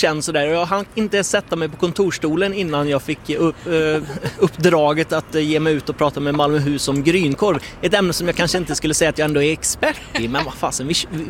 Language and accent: Swedish; Västra Götaland County, Sweden; Jajamän, född och uppvuxen här i Skaraborg, har ätit grynkorv i skolmatsalen